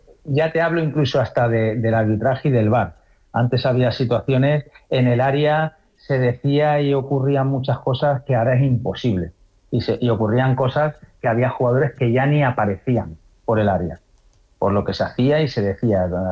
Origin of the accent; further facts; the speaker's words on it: Zaragoza, Aragon, Spain; Yo soy maño, me considero maño, bautizado y pasado por el manto del Pilar, ¿vale?